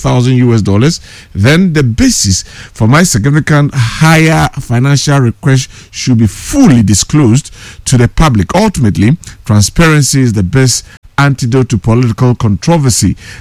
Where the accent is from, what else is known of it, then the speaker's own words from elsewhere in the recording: Bantama, Ashanti, Ghana; from Bantama in the Senate West District.